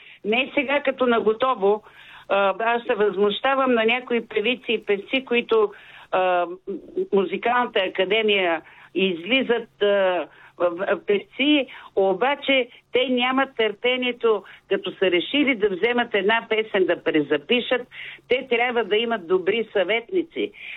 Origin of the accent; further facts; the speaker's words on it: Plovdiv, Plovdiv Province, Bulgaria; born there; Ние сме родени сестра ми в Пловдив. Баща ми беше кореняк пловдивчанин.